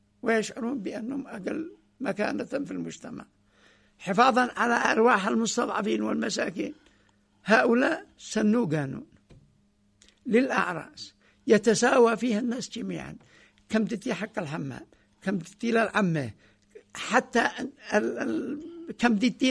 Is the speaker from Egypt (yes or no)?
no; Yemen; نحن بلد حضاري ومتمدن وبلد زراعي مستقر تمام. فاليمن الأصل فيها أنها بلد زراعي